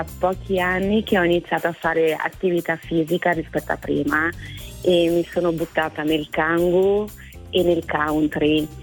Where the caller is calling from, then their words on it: Lombardy, Italy; Io vi chiamo da Trigliano, che è in provincia di Milano.